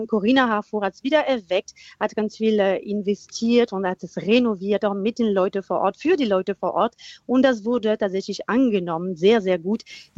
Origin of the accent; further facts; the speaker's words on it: France; Ja, erstmal bin ich Französin.